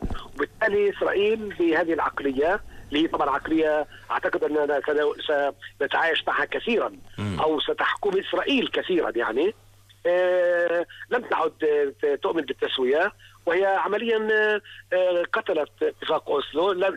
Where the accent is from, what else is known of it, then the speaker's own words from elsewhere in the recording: Palestine; احنا كفلسطينيين